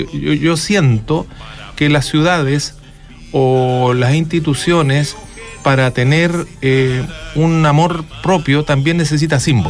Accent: Iquique, Tarapacá, Chile; born there; Por ejemplo, yo nací en Iquique.

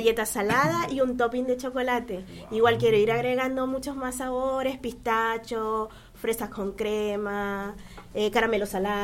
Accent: Venezuela; moved away; En mi país, porque vengo de Venezuela

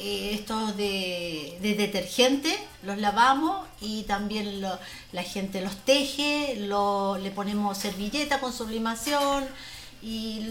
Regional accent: Santiago, Santiago Metropolitan Region, Chile; now in Litueche, Chile; Estoy hace 2 años, voy a cumplir 3 años acá en Litueche, me vine de Santiago

